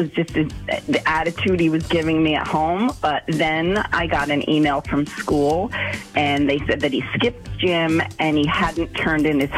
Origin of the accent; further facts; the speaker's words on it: Dodgeville, Wisconsin, United States; I'm from Dodgeville.